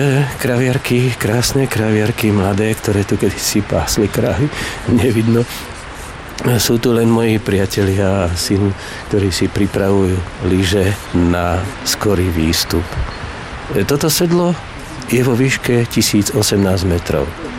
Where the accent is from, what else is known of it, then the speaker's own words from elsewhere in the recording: Žilina Region, Slovakia; som tu aj ako Oravec, ktorého rod pravdepodobne pochádza spod Babej hory z Veľkej Lipnice